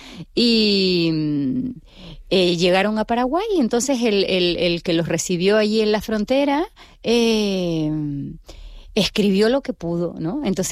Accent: Canary Islands, Spain; also born or lived in Buenos Aires, Argentina; yo me siento canaria, estoy aquí desde los 6 meses, pero cuando voy a Buenos Aires tampoco me siento extranjera del todo.

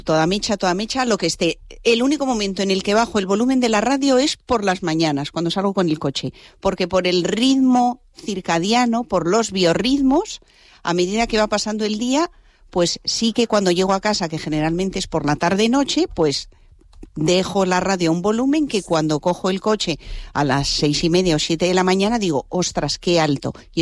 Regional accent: Vitoria-Gasteiz, Basque Country, Spain; now in Canary Islands, Spain; llevo muchas veces a Península, yo soy de Vitoria

